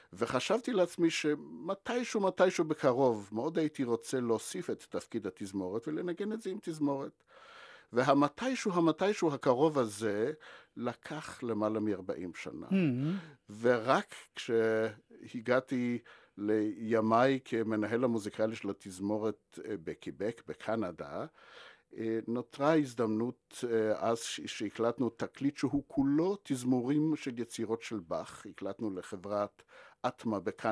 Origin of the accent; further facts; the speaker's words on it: Merhavia, Northern District, Israel; נולדתי בקיבוץ מרחביה שבעמק ישראל, הנקודה הראשונה בעמק ישראל שנוסדה ב-1911